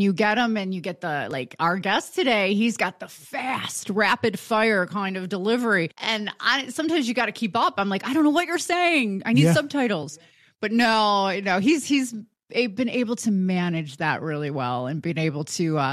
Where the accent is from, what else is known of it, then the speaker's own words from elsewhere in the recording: Buffalo, New York, United States; accent: Buffalo; my accent from Buffalo